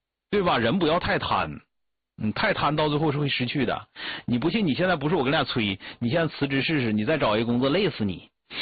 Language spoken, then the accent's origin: Chinese; Northeast China, China; 因为南方人是比咱东北人要务实的多。